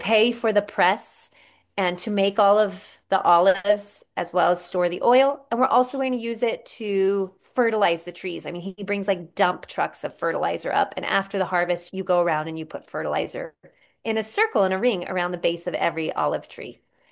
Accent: United States; moved away; as an American

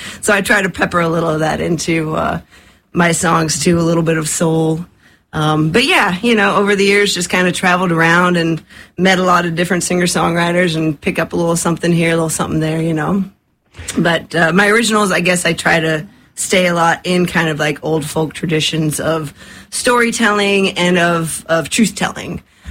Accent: Virginia, United States; moved away; I grew up in Southwest Virginia, right in the Blue Ridge Mountains near the Tennessee border.

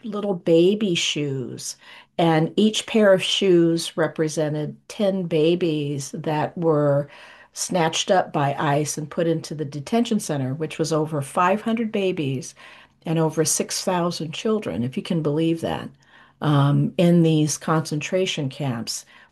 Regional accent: Sacramento, California, United States; I'm from Sacramento

